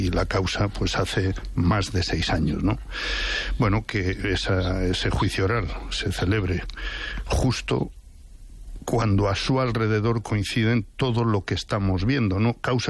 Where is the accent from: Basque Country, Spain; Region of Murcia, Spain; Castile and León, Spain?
Castile and León, Spain; León; Sospecho, para sospecho, soy de León.